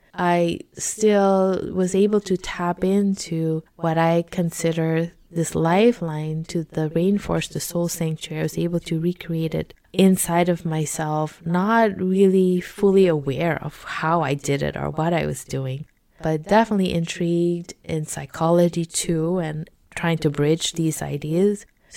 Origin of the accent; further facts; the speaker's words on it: Suriname; sounds that were very common growing up in Suriname and going to different ceremonies and things